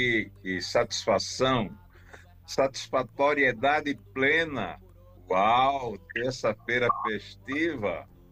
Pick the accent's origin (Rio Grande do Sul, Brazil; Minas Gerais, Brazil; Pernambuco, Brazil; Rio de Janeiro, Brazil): Pernambuco, Brazil; Recife; now in São Paulo, Brazil; Sou oriundo de Recife. Meu QG é São Paulo, né?